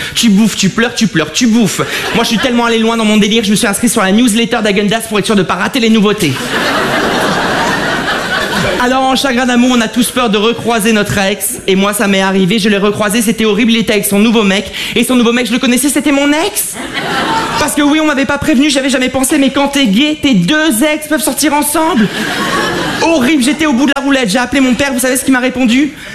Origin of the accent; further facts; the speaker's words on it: Avion, Hauts-de-France, France; je suis né dans le Pas-de-Calais, dans un village qui s'appelle Avion, près de Lens.